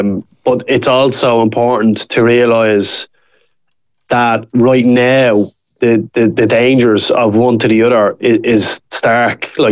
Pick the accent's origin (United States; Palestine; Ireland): Ireland; as Irish people.